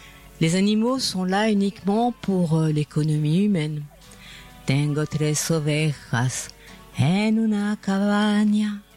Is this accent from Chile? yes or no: yes; Chile; moved away; cette chanson de mon pays natal, le Chili.